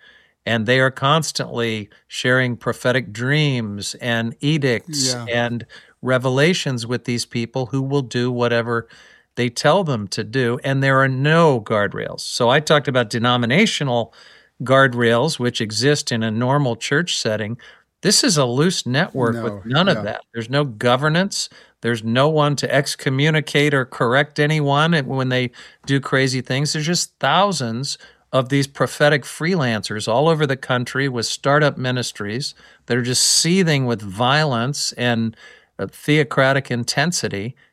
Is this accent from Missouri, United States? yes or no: yes; Independence, Missouri, United States; one of my high school basketball teammates and another kid that I grew up with in Independence, Missouri